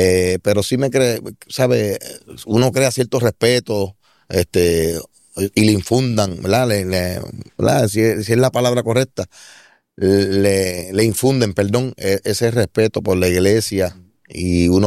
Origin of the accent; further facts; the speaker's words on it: Vega Baja, Puerto Rico; Nada, me crié en Vega Baja lo más bien y todavía vivo allí.